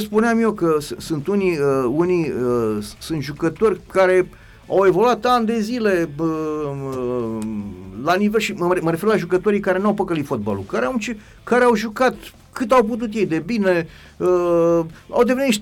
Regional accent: Romania; să fim mândri că suntem români

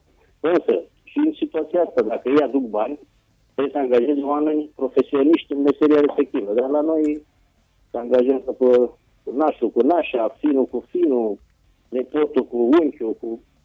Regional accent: Romania

